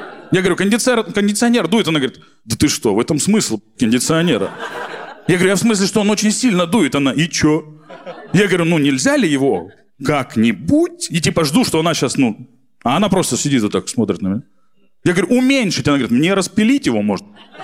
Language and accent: Russian; Rostov-on-Don, Rostov Oblast, Russia; now in Moscow, Russia; Просто я сам из Ростова, и в Москве сервис, конечно, другой. В Ростове у нас, если честно, с сервисом, ну, чуть-чуть пожестче, чем здесь.